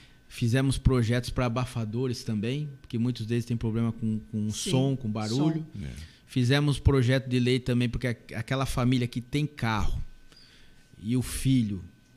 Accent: Itu, São Paulo, Brazil; born there; domingo volto pela manhã já para minha terra, para Itu.

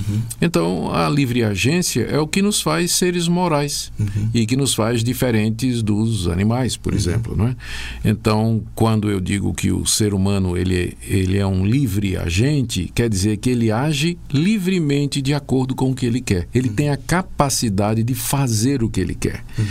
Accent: Recife, Pernambuco, Brazil; Opa, cidade onde eu cresci.

